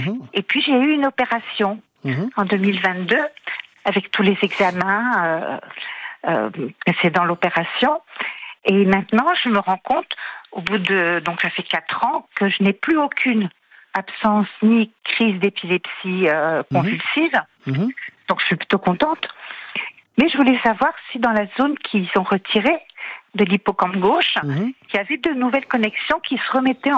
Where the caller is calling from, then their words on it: Tassin-la-Demi-Lune, Auvergne-Rhône-Alpes, France; Oui, moi je vous appelle de Tassin, j'habite Tassin près de Lyon.